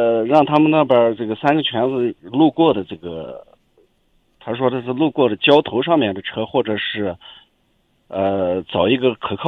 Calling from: Ürümqi, Xinjiang, China; 我是乌鲁木齐的

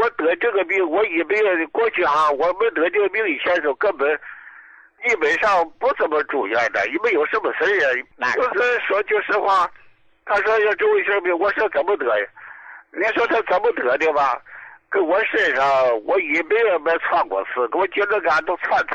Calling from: Dalian, Liaoning, China; 我是大连的哈，

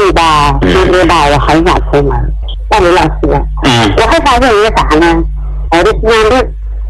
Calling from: Shenyang, Liaoning, China; 我是沈阳的

